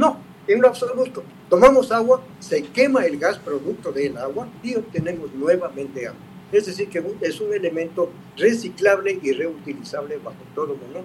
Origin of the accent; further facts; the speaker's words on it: Ecuador; Soy un ciudadano ecuatoriano. Mucho orgullo, mucha honra.